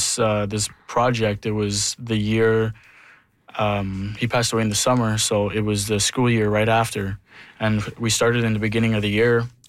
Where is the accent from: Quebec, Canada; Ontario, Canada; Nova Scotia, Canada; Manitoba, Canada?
Quebec, Canada; Rapid Lake; I come from Kitikanzibi in Rapid Lake.